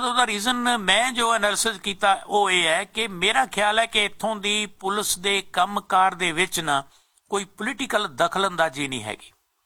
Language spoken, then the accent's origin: Punjabi; Punjab, India; moved away as an adult; ਸਾਡੇ ਉਸ ਦੇਸ਼ ਦੇ ਬਾਰੇ, ਸਾਡੇ ਉਸ ਪੰਜਾਬ ਦੇ ਬਾਰੇ ਜਿੱਥੋਂ ਅਸੀਂ ਆਏ ਹਾਂ, ਜਿੱਥੇ ਸਾਡਾ ਬਚਪਨ ਬੀਤਿਆ, ਜਿੱਥੇ ਸਾਡਾ ਜਨਮ ਹੋਇਆ, ਜਿੱਥੇ ਅਸੀਂ ਜ਼ਿੰਦਗੀ ਦਾ ਬਹੁਤ ਸਾਰਾ ਸਮਾਂ ਗੁਜ਼ਾਰਿਆ